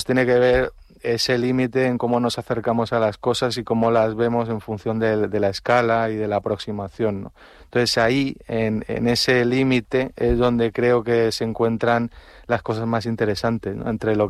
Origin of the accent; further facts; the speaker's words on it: Madrid, Community of Madrid, Spain; moved away as an adult; now in Canary Islands, Spain; yo soy madrileño